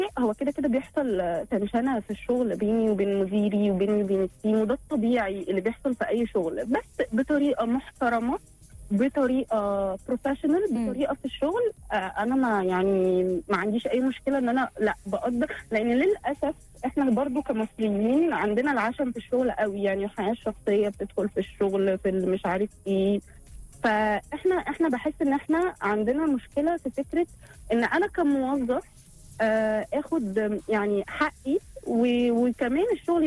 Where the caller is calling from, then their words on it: Egypt; احنا كمصريين